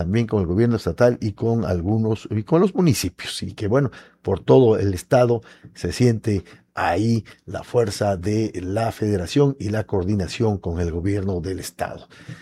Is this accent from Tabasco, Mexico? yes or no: yes; Tabasco, Mexico; ya sabe cómo somos los tabasqueños